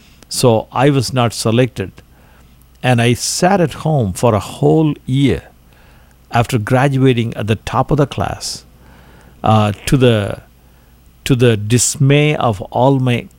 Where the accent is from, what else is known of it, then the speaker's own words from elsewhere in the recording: India; moved away as an adult; also born or lived in Chennai; In my hometown of India